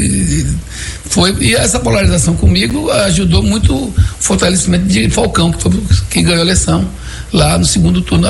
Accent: Feira de Santana, Bahia, Brazil; moved away; also born or lived in Salvador; Eu vim para Salvador estudar, lá de Feira nasci em Feira, no Marajó.

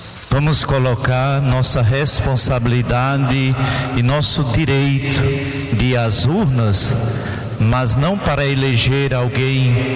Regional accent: Brazil

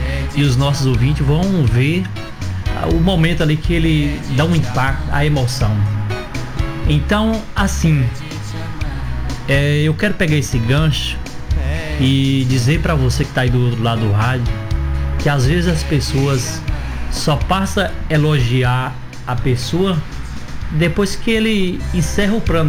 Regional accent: Monte Alto, São Paulo, Brazil; Locutores que nós temos orgulho de dizer que somos aqui de Monte Alto.

